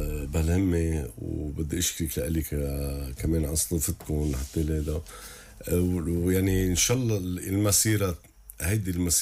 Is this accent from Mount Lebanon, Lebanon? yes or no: yes; Ain el-Remmaneh, Mount Lebanon, Lebanon; خلقت وربيت تحت، أنا ابن العبدية، نحن ضيعتنا العبدية اسمها، خلقت وربيت بعين الرمانة ومزلت لهلا، ولادي ربيوا خلقوا تحت وبضلوا تحت معي.